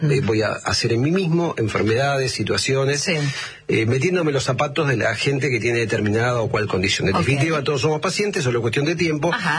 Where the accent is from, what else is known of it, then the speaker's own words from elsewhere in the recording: Argentina; Bueno, somos creativos los argentinos.